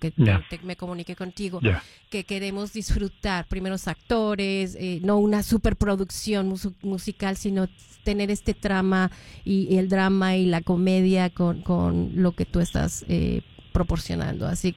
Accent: Mexico City, Mexico; porque yo soy de la Ciudad de México, bueno, y también a veces me gustan, sí, las malas palabras.

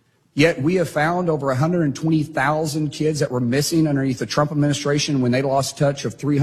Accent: United States; Congressman, I'm from Indian country, and we got a lot of brown people around there, too. I'm Cherokee.

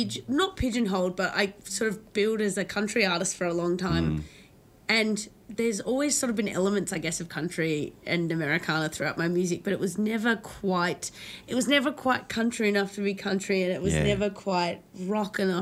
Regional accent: Launceston, Tasmania, Australia; I grew up in Tassie. I'm a regional yeah. girly.

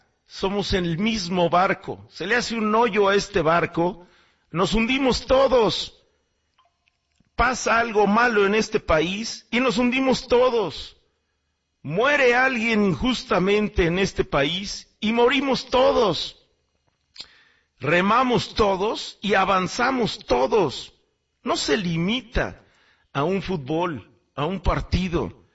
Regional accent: Mexico; Pero soy mexicano y me encanta más mi país, por supuesto, igual que usted, igual que a todos, soy mexicano.

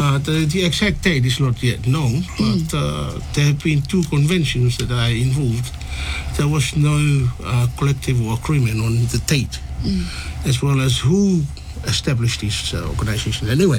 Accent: Neiafu, Vava'u, Tonga; now in New Zealand; I'm from Bawa'u, from the village of Le Matua, Neafu, and Lape. Is the capital of Vavao, I think.

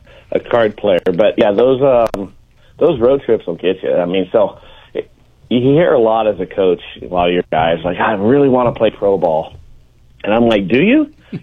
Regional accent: West Coast, United States; I grew up on the West Coast watching the Dodgers, the Giants, the A's, and all those teams

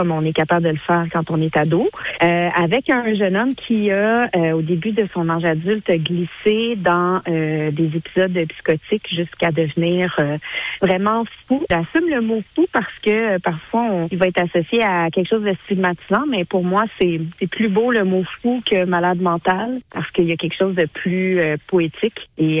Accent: Granby, Quebec, Canada; je viens de Granby

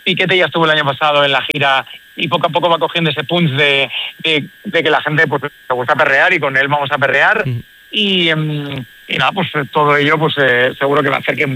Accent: Valencia, Valencian Community, Spain; En Navidad me bajo a mi tierra, que es Valencia, y en verano empiezo la gira en Cáceres.

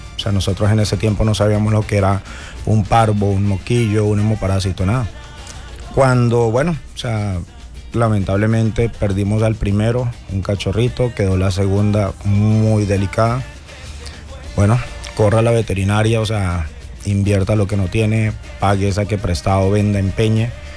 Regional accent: Venezuela; moved away as an adult; also born or lived in El Playón, Santander, Colombia; now in Colombia; yo originalmente soy nacido en el municipio del Playón, pero por cuestiones de la vida me crié en Venezuela. Regresé hace me sacaron de acá, de Colombia, aproximadamente a los 4 años. Regresé hace 8 años ya, 8 años y medio.

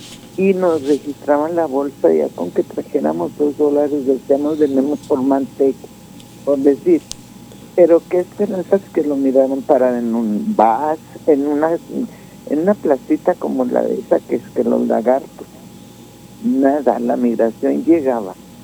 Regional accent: Ciudad Juárez, Chihuahua, Mexico; born there; Yo nací en Juárez. Ya voy casi a cumplir los 80

